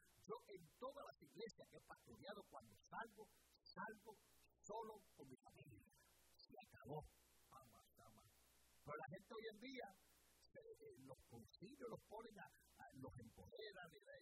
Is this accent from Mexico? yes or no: no; Puerto Rico; also born or lived in United States; como que nací en esta nación y fui ciudadano by birth right. Me crié en Puerto Rico.